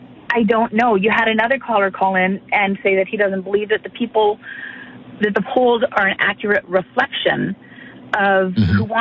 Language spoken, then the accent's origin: English; Canada; I think I'm a Canadian first.